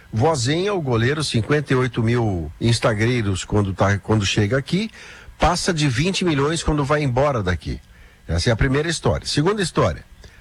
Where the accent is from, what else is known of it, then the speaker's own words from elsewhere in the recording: Porto Alegre, Rio Grande do Sul, Brazil; born there; Eu adoro ser brasileiro, nasci no Ernesto Ornelis em Porto Alegre, gosto demais da nossa língua